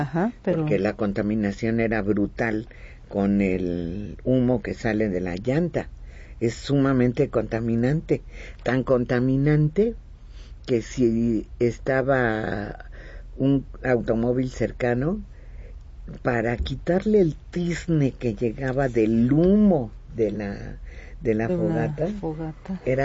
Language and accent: Spanish; Mexico; para que tengan respeto por la bandera y el himno y lo que representan para nosotros como mexicanos.